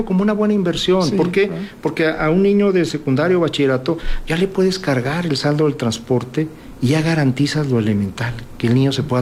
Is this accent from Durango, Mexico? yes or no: yes; Durango, Mexico; Somos de aquí de Durango